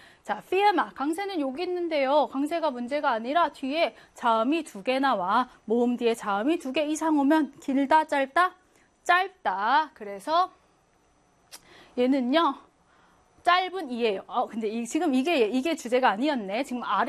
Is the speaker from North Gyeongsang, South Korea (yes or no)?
no; Seoul, South Korea; 저는 서울 사람인데